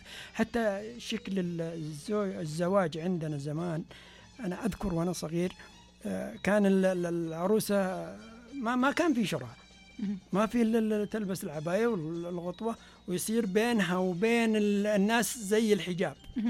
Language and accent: Arabic; Dhahran Al Janub, Asir, Saudi Arabia; عندنا في التعليم في ظهران الجنوب